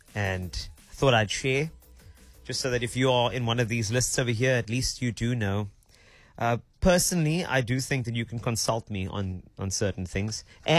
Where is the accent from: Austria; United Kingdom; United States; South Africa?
South Africa; South Africa, we will find a place to braai in anything, on anything, anywhere. That's who we are.